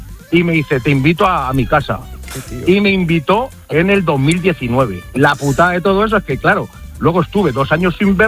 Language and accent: Spanish; Cuenca, Castilla-La Mancha, Spain; pues yo soy de Cuenca, le regalé queso manchego